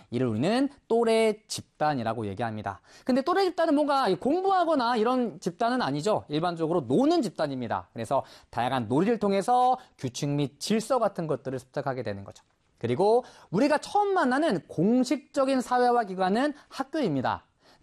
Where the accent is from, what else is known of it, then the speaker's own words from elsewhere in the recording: South Korea; 빵을 먹을 수도 있고 뭐 스파게티 먹을 수도 있지만 우리는 한국에서 자라왔기 때문에 밥을 먹고 있다는 거죠.